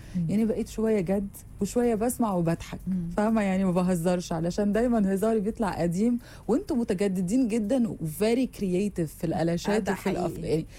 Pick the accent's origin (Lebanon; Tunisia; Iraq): Lebanon; moved away as an adult; now in Egypt; لسه عندي الاكسنت يعني. لسه ببان ان انا لبنانيه جايه مصر